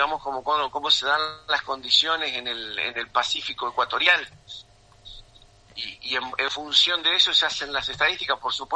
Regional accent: Concordia, Entre Ríos, Argentina; Nacido y criado en Concordia.

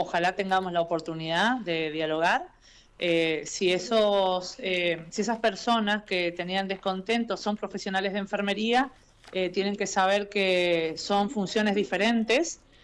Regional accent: Puerto San Julián, Santa Cruz, Argentina; Nosotras somos de Puerto San Julián

